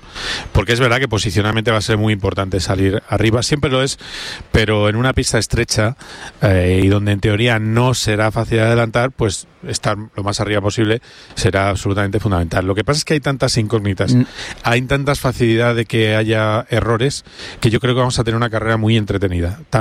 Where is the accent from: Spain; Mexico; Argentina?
Spain; Madrid, Community of Madrid; y eso, hombre, está bien, yo como madrileño, pues mira, encantado.